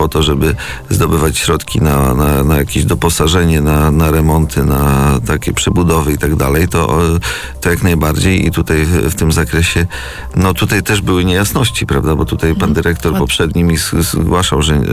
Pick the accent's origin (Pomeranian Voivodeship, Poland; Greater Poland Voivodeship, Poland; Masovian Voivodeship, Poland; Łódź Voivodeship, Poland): Masovian Voivodeship, Poland; Przasnysz; also born or lived in Mława; jestem z Przesnysza i tutaj z naszego okręgu, można powiedzieć, ale jestem też właścicielem od roku mieszkania w Mławie, także jestem mławianinem